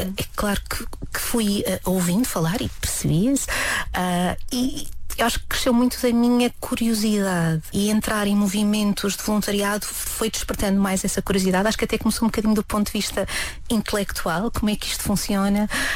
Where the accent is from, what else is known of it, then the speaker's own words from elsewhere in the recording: Mértola, Alentejo, Portugal; moved away; Eu sou do Conselho de Mértola, de uma das freguesias do Conselho de Mértola, portanto o Alentejo muito profundo. Foi lá que nasci, foi lá que vivi os primeiros anos da minha vida